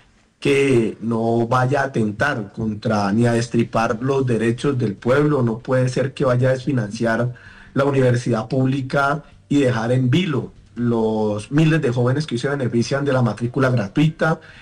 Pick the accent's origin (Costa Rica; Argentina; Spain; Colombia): Colombia; Cali, Valle del Cauca; Yo soy caleño, sí. Soy caleño, pero sí. Pues ahora estoy entre Cali y Bogotá